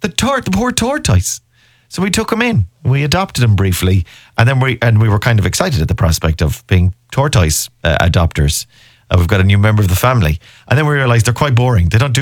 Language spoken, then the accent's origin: English; Ireland; because obviously we're Irish and we're the president, so we've got the presidency.